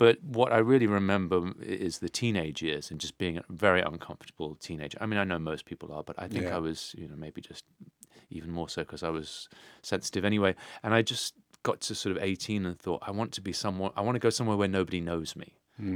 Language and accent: English; United Kingdom; there's just something about being British where you feel like you can't speak your dreams or whatever